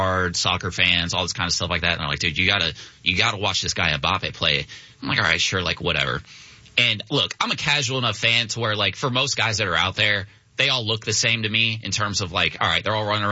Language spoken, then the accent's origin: English; the South, United States; I'm from the South.